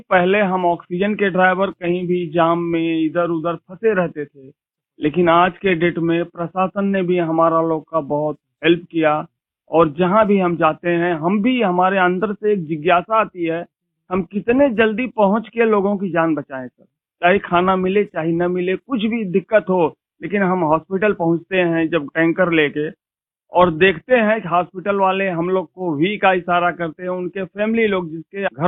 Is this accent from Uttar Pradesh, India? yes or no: yes; Jaunpur district, Uttar Pradesh, India; moved away as an adult; मैं गांव हसनपुर पोस्ट जमुआ जिला जौनपुर का निवासी हूं सर।